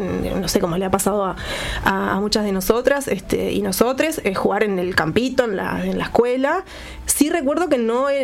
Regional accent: Montevideo, Uruguay; haber nacido en el barrio de La Teja

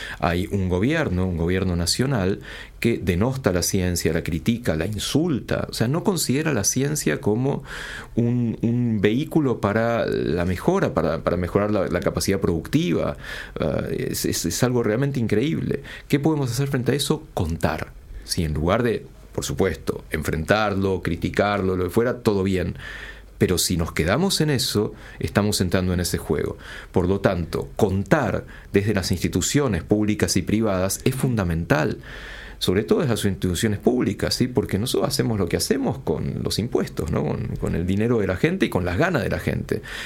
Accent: Argentina

